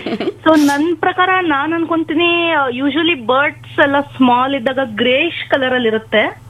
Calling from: Bengaluru, Karnataka, India; Bengaluru ma'am.

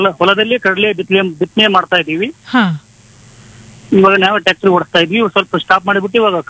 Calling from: Gadag district, Karnataka, India; ಗದಗ ಜಿಲ್ಲೆ ಮುಂಡ್ರಿಗಿ ತಾಲೂಕು ಹೈತಾಪುರದಿಂದ ಕಾಲ್ ಮಾಡ್ತಾ ಇರೋದು ಮೇಡಮ್.

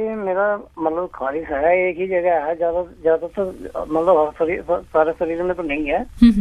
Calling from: Muzaffarnagar, Uttar Pradesh, India; जी हम मुजफ्फरनगर से कॉल कर रहे हैं, उत्तर प्रदेश से

